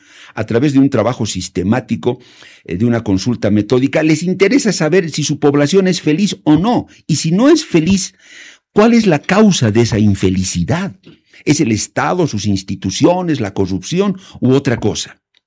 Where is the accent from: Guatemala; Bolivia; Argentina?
Bolivia; como bolivianos respecto de lo que es nuestro país, las condiciones en las cuales vivimos